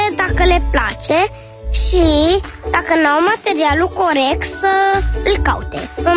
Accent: Cluj-Napoca, Cluj County, Romania; am 6 ani, sunt din Cluj.

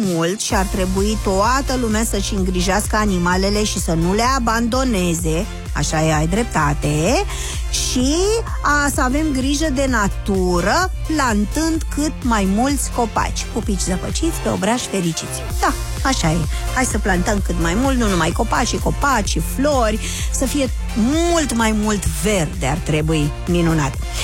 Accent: Suceava, Suceava County, Romania; din Suceava

